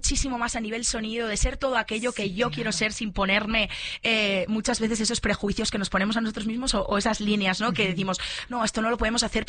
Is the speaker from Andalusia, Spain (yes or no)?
no; Galicia, Spain; Yo que soy gallega, también siento como los gallegos somos como también muy hospitalarios